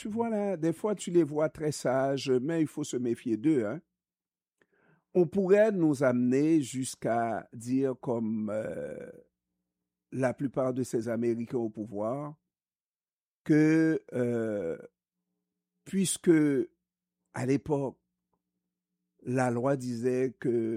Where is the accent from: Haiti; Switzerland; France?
Haiti; Je suis haïtien, je suis né haïtien et je sais ce que ce pays a fait pour moi, n'est-ce pas? Et moi, je sais ce que je dois à ce pays-là.